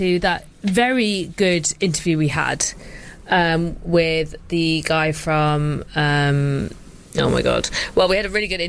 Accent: Yorkshire and the Humber, United Kingdom; I grew up in West Yorkshire, and there's a town in West Yorkshire which is famous for having two Greggs next door to each other.

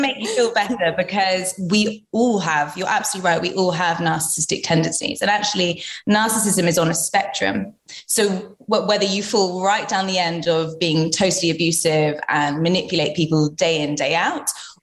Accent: London, United Kingdom; So I'm 31 and I'm from London.

